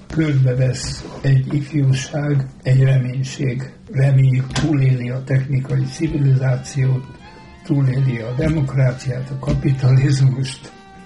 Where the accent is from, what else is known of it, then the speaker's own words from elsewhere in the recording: Budapest, Hungary; Én nagyon jól éreztem magam Budapesten, mint budapesti művész, tehát én nem elmenekültem Budapestről, hanem választottam